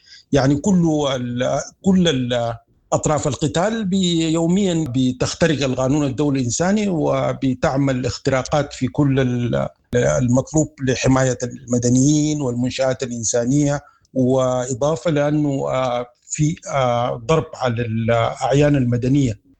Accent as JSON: {"language": "Arabic", "country": "Sudan", "said": "كسودانيين"}